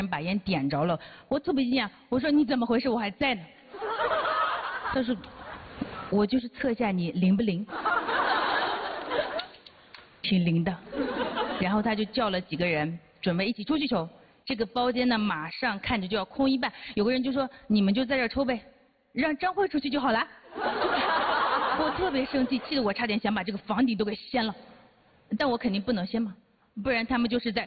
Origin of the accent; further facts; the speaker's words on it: Shanxi, China; 我说我山西的